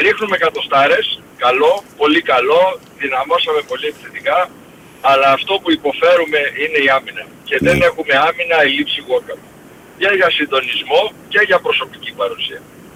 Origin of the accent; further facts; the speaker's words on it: Lavrio, Attica, Greece; Έλα, Ευαγγέλη … από το Λαύριο.